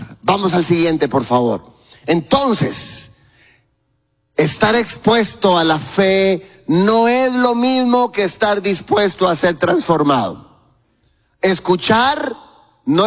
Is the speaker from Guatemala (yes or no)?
yes; Guatemala; now in Tegucigalpa, Honduras; expresión chapina, los tiliches. Donde están todos los chunches, decimos allá.